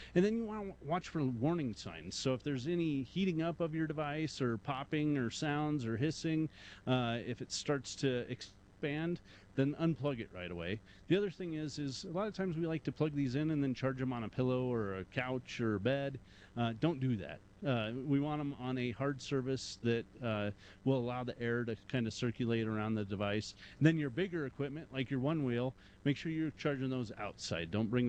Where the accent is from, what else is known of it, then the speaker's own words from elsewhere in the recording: Morrison, Colorado, United States; now in Elbert, United States; So I grew up in Morrison and currently live in Elbert. So Elbert's a little town kind of southeast of Castle Rock